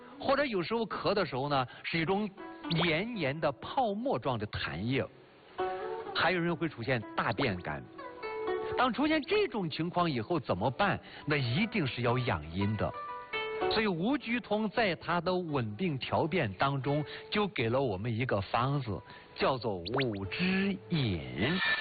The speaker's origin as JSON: {"language": "Chinese", "country": "China", "said": "我们中国人都知道说不能见凉的，一定也不能吃凉的，一定要避免凉。"}